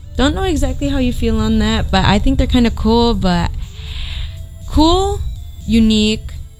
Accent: Chicago, Illinois, United States; We're from Chicago. Can't put ketchup on our hot dogs.

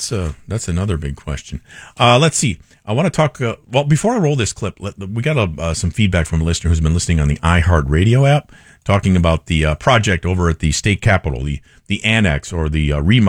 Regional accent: Midwest, United States; I grew up in the Midwest.

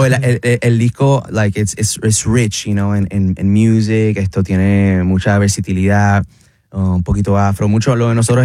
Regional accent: Puerto Rico; Soy puertorriqueño, soy amante de la salsa, de la clave, del jazz.

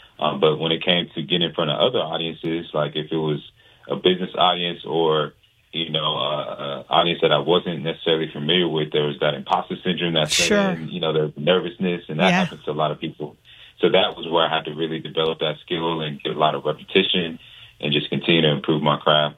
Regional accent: Atlanta, Georgia, United States; also born or lived in Gwinnett County, Georgia; I was born in Atlanta, Georgia, but my parents are from Liberia, from West Africa. Came here in the early 80s

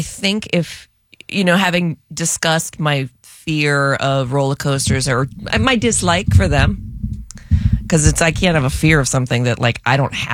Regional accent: Pittsburgh, Pennsylvania, United States; we're from Pittsburgh.

